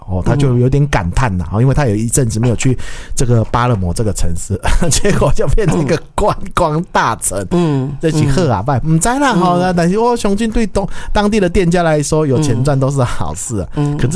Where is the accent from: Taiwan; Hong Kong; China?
Taiwan; 因为过去我们台湾人都比较去忌讳去谈这个老后啦